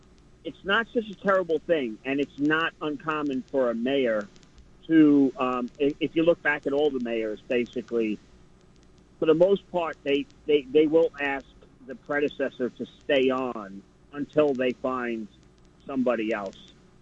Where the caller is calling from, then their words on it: New York, United States; from Rockaway.